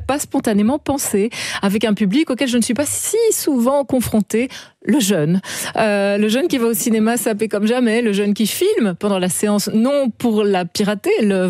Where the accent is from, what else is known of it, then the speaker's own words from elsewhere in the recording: Limelette, Wallonia, Belgium; je venais de Limelette.